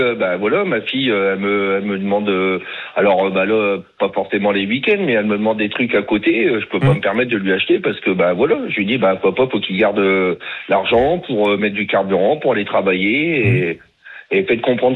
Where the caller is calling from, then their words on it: France; moi je suis un Français